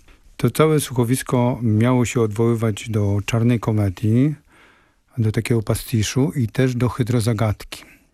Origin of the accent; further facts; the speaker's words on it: Łabiszyn, Kuyavian-Pomeranian Voivodeship, Poland; moved away; also born or lived in Silesia; wychowywałem się w takim miasteczku koło Bydgoszczy, Łabiszynie, było to małe miasteczko, wszystkie domy były z werandami na chodnik.